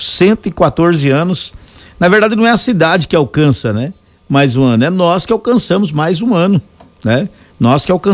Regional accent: Aral Moreira, Mato Grosso do Sul, Brazil; born there; now in Ponta Porã, Brazil; porque meus pais já moram aqui desde os anos 80, né? É, eu nasci em Aral Moreira e vim pra cá.

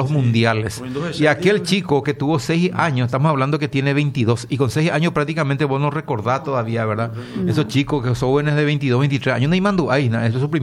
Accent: Paraguay

